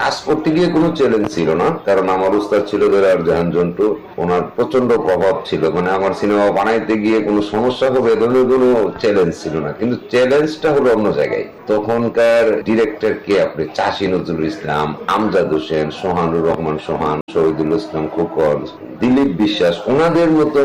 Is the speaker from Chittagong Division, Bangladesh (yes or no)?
yes; Brahmanbaria, Chittagong Division, Bangladesh; moved away as an adult; আমার শৈশব কৈশোর কেটেছে বাংলাদেশের সাংস্কৃতিক রাজধানী ব্রাহ্মণবাড়িয়া জেলা শহরে। আমি এই শহরে বড় হয়েছি, লেখাপড়া করেছি, primary, high school, college, degree, শুধু এলএলবি পড়তে আমি ঢাকা আসছিলাম।